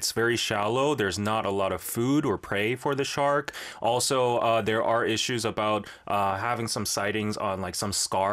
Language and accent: English; Busan, South Korea; I'm originally from Busan